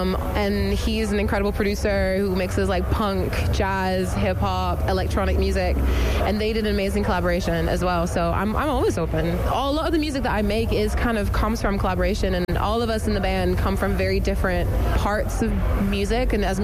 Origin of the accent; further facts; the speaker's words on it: France; also born or lived in Germany / Aberdeen, Scotland / Glasgow, Scotland; Grew up in between France and Germany, actually, and then went to Scotland for uni. And then was in Aberdeen first. Big up the Dons.